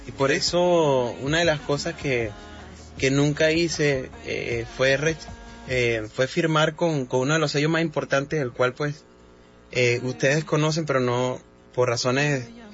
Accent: Venezuela; En aquel entonces en mi país, Venezuela, eran los artistas, digamos que top

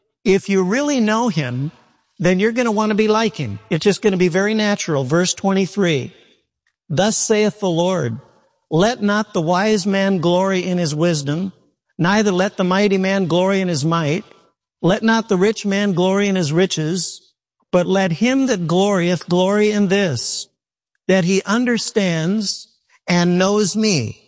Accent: Midwest, United States; I mean, the lightning was something I've never seen, and I'm from the Midwest.

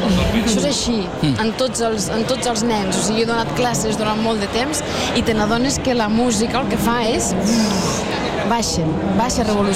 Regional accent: Agramunt, Catalonia, Spain; moved away; Jo soc d'Agramunt.

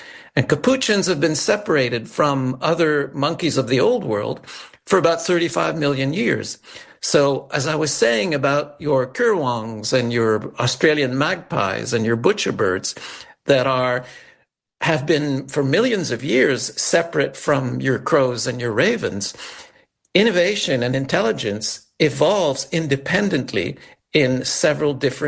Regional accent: Montreal, Quebec, Canada; Yes, I grew up in Montreal. I've never been much of a nature person, and actually I was more comfortable in the city.

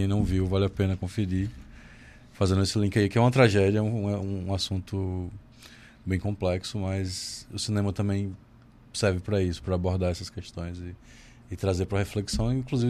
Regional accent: Arapiraca, Alagoas, Brazil; Assim, eu nasci e cresci em Arapiraca.

